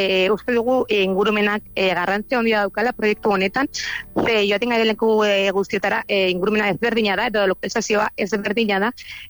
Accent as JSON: {"language": "Basque", "region": "Navarre", "country": "Spain", "said": "azken finean Nafarroakoak gara"}